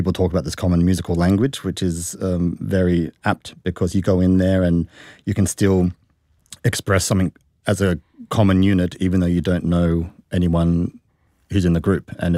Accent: Australia; accent: Australian; also born or lived in Germany; now in New Zealand; I still then kind of pick up my Australian accent again, which I try and hide, but I can't.

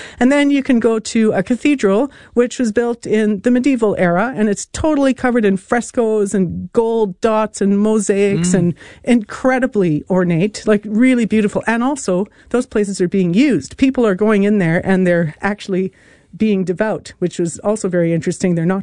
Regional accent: Canada; now in New Zealand; I'm the Canadian immigrant here

